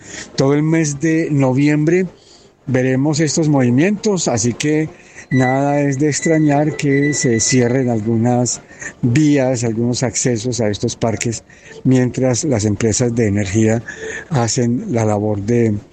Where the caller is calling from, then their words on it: Pereira, Risaralda, Colombia; Saludo cordialísimo desde la tierra cafetera, desde Pereira.